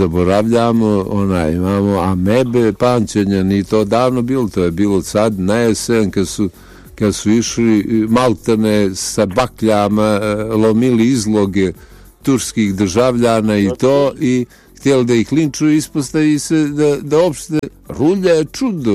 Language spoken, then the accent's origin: Serbian; Montenegro; Evo, mi smo nacionalni Crnogorci u svojoj rođenoj zemlji ugroženi.